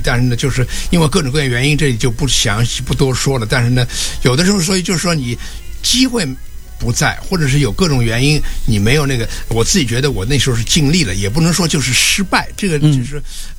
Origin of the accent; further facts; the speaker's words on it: Shanghai, China; born there; 我是因为我是在上海的河滨大楼出生的